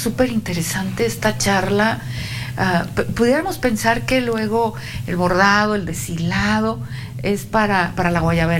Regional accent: Mexico; Y dices, ay, espérame, pues, soy mexicana.

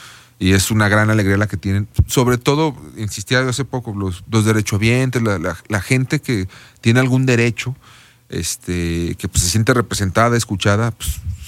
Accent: Aguascalientes, Mexico; yo nací y crecí en La Purísima.

